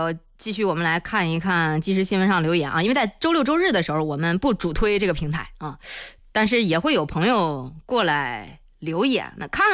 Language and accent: Chinese; Hubei, China; 我们湖北人好像就是这么回答的。